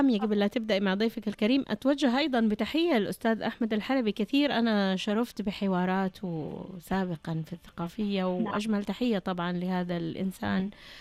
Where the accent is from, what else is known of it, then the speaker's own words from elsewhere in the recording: Mecca, Makkah Province, Saudi Arabia; born there; moved away; مكة مسقط رأسي.